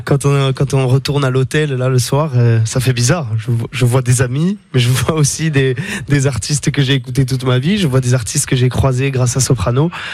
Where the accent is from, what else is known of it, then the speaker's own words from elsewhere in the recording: Corsica, France; first language Corsican; French is a second language; mon île, parce que pour le coup, là, il me fait l'honneur de chanter dans ma langue.